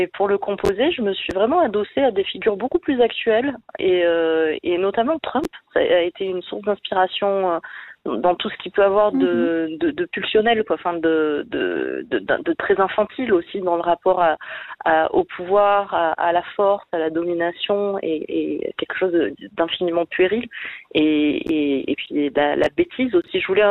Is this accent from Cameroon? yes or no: no; Provence-Alpes-Côte d'Azur, France; J'ai grandi dans les Hautes-Alpes et un rapport très, très concret, très direct et très libre avec les éléments